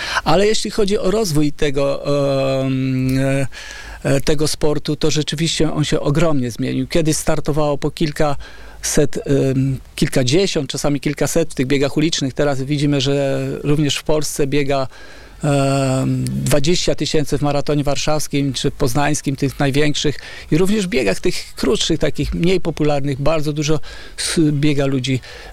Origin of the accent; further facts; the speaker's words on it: Pomeranian Voivodeship, Poland; pochodzę z Kaszub i u nas tych pagórków było dosyć dużo